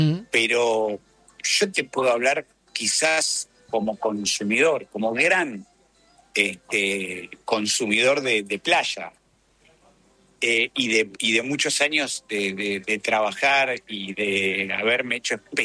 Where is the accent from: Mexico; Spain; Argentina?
Argentina